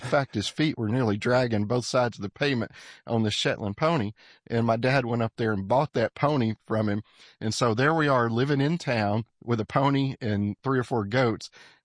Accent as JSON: {"language": "English", "town": "Fultondale", "region": "Alabama", "country": "United States", "tie": "born or raised there", "said": "We lived in a little community north Birmingham called Fultondale"}